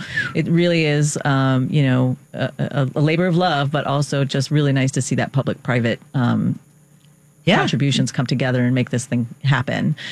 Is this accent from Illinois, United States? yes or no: yes; Hanover Park, Illinois, United States; I grew up in Hanover Park, Illinois.